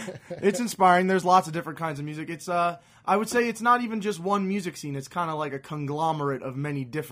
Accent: New Jersey, United States; now in Brooklyn, United States; We're from New Jersey for the most part, but me and the drummer, we live in Brooklyn now.

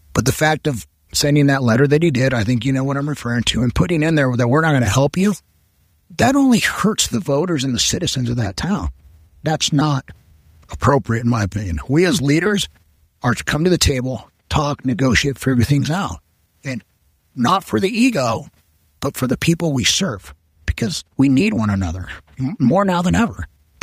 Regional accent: Roaring Fork Valley, Colorado, United States; first language Spanish; English is a second language; I grew up in the Roaring Fork Valley on the Crystal River Ranch.

